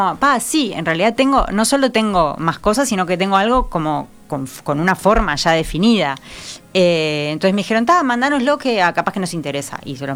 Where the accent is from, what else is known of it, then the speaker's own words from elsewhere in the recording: Uruguay; now in Pyrenees, Spain; mi país de origen